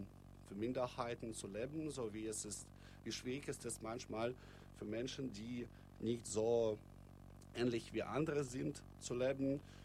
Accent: Moscow, Russia; moved away as an adult; now in Munich, Germany; Ich bin 1995 in Russland, in Moskau geboren und 2019 nach Deutschland gezogen.

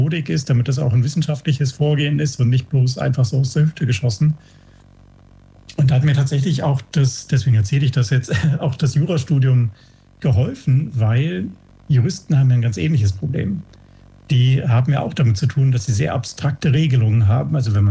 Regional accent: Berlin, Germany; born or raised there; also born or lived in Hamburg

